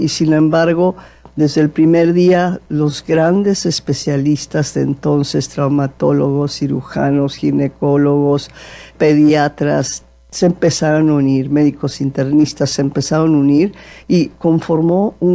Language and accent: Spanish; Tijuana, Baja California, Mexico; somos tijuanenses, somos baja californianas, queremos mucho a nuestra entidad